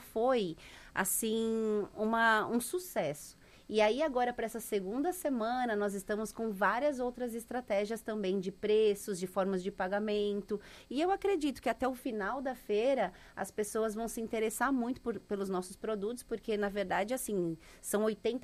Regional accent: Joinville, Santa Catarina, Brazil; E são 33 anos que eu estou aqui nessa cidade. E então faz parte da minha vida. Eu cresci em Joinville, eu cresci com Joinville.

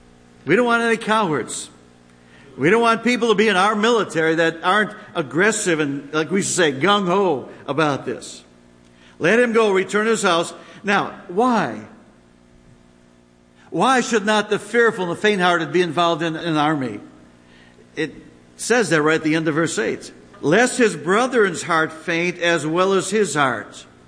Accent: United States; We do as an American.

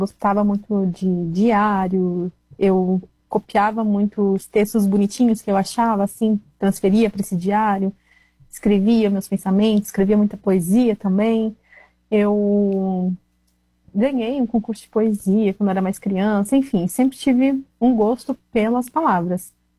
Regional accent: South Region, Brazil; moved away as an adult; now in North Region, Brazil; eu sou do Sul. Aí nesse tempo eu mudei pro Norte

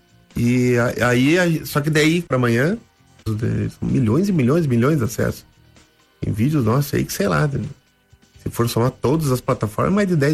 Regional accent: Rio Grande do Sul, Brazil; now in Curitiba, Brazil; Eu sou gaúcho, vou perder a identidade. Meio bairrista ainda, né? Tu vê, depois virei bairrista curitibano. Eu sou curitibano.

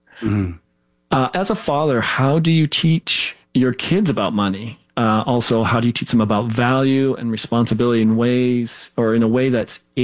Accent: Corte Madera, California, United States; also born or lived in Seattle; I grew up in Corte Madera, just north of the San Francisco area.

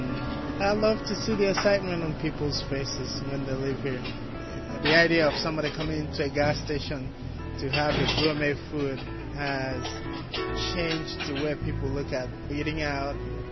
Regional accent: Nigeria; now in United States; from Nigeria.

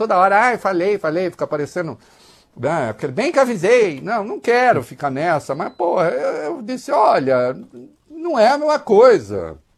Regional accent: Dois Córregos, São Paulo, Brazil; Um ouvinte nosso lá da região de Dois Córregos, e a gente sabe, Dois Córregos é a minha terra natal, uma terra de bravos, uma terra de valentes, né?

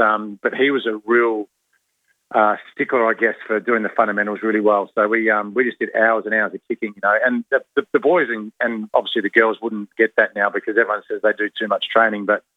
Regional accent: Blackwood, South Australia, Australia; Yeah, I grew up in the Adelaide Hills in Blackwood. And I love playing footy out there.

